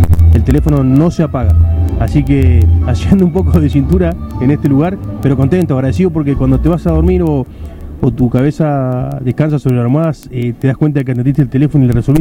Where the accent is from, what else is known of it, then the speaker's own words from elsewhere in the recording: Argentina; Yo soy nacido y criado en Caleta.